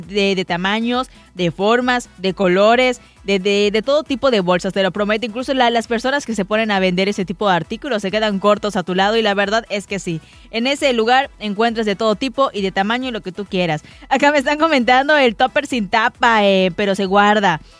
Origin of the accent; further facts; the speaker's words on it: Mexico; hay objetos que literalmente nos delatan como mexicanos.